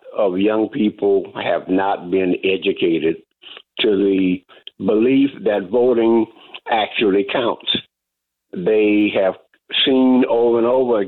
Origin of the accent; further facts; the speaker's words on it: Jacksonville, Florida, United States; born there; By the way, I'm from Florida. I'm from Jacksonville.